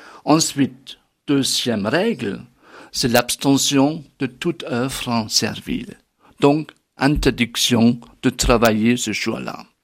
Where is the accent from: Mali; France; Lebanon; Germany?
Germany; Bavaria; born there; accent: Bavarian; French is a second language; moved away; je suis d'origine bavaroise, ce qui explique aussi mon accent